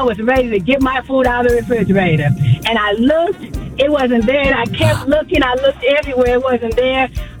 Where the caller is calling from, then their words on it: Kansas City, Missouri, United States; I'm calling from Kansas City, Missouri.